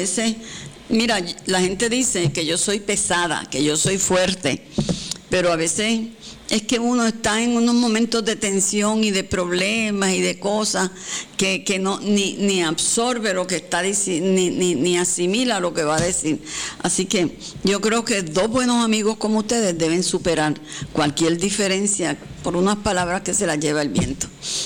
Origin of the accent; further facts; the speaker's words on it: Puerto Rico; Nada, pero vamos a seguir juntos como buenos puertorriqueños.